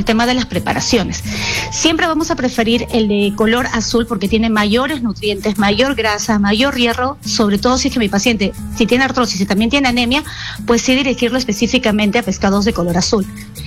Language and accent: Spanish; Peru